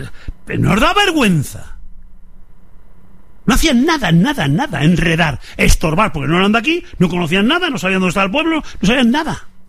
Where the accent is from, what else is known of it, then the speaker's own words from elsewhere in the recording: El Tiemblo, Castile and León, Spain; En mi pueblo el prefijo es el 91. Como si fuera un Madrid. Telefónicamente pertenecemos a Madrid, geográficamente pertenecemos a Castilla y León, a Ávila.